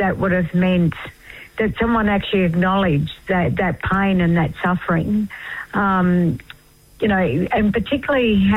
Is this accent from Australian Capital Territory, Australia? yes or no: no; Northern Territory, Australia